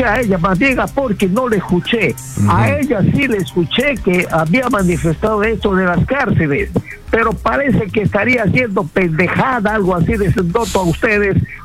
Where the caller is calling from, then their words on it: Iquitos, Loreto, Peru; Estoy llamando de Iquitos.